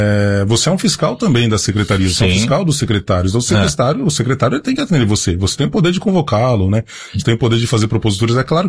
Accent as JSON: {"language": "Portuguese", "town": "Sorocaba", "region": "São Paulo", "country": "Brazil", "said": "Eu sou da Zona Norte, ali no Jardim Novo Horizonte. Mas eu não sou um cara bairrista."}